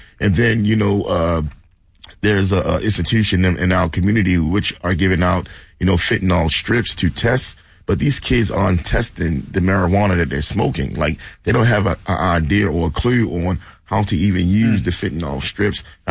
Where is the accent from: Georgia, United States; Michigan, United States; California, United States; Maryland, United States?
Maryland, United States; Baltimore; born or raised there